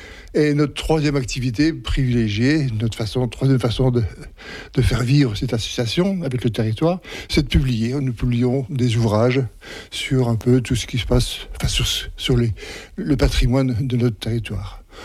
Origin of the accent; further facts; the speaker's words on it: Grand Est, France; je suis pas originaire de Lyosson, je suis lorrain au départ. Mais ça fait 40 ans maintenant que j'habite ici